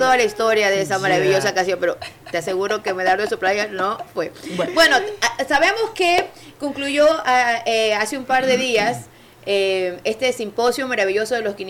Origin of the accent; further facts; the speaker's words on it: Guayaquil, Guayas, Ecuador; Entonces, yo también me siento guayaquileña, nuestros ancestros fueron llamados guayaquileños